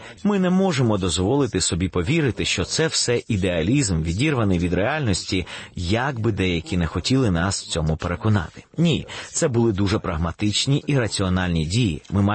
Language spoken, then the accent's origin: Ukrainian; Poland; ми тоді не питали, що ми з цього матимемо, як поляки.